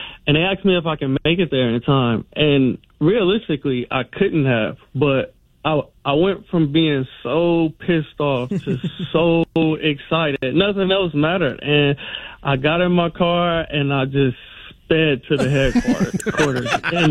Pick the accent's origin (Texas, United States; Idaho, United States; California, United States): California, United States; San Francisco; So I actually grew up a Niner fan. I grew up in Hunters Point, which was right across the street from the old Candlestick Park Stadium.